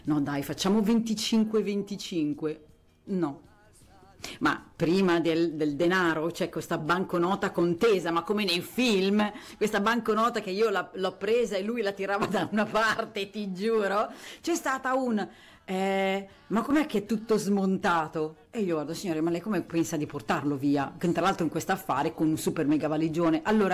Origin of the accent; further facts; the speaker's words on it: Crema, Lombardy, Italy; now in Naples, Italy; io sono cremasca